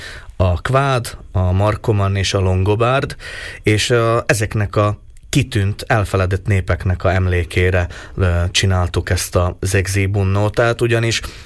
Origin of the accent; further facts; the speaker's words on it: Šamorín, Trnava Region, Slovakia; now in Portugal; hogy én 6 éve játszottam utoljára a saját szülővárosomba. 6 év távlatába hamarabb hívtak el Portugáliába, mint Somorjára.